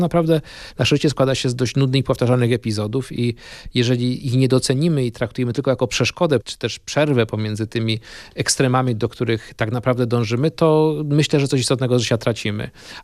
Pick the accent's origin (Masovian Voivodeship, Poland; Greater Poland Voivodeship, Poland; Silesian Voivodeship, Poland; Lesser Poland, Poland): Lesser Poland, Poland; Kraków; Tak, ja wychowałem się na osiedlu Prokocimnowy. Ono jest na krańcach Krakowa, gierkowskie osiedle z wielkiej płyty w pobliżu Wieliczki już. Kiedyś to były granice Krakowa.